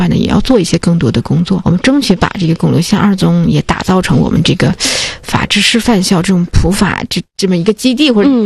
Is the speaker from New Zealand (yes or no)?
no; Northeast China, China; accent: Northeastern dialect; moved away; 咱们东北话讲就是后怕嘛。